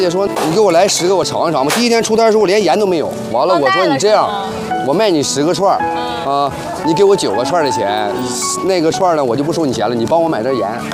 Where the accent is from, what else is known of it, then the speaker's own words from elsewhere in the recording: Harbin, Heilongjiang, China; 感谢每一位哈尔滨人，因为没有我的父老乡亲